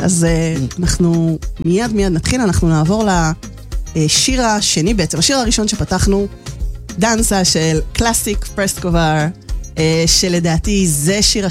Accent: Netanya, Central District, Israel; אני נתניהתית, ביגו אפ נתניה סיטי.

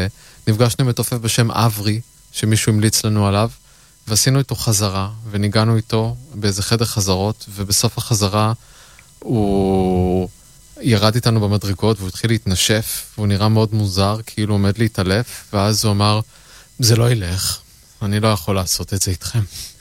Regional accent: Haifa, Haifa District, Israel; moved away as an adult; אז אני גדלתי שם

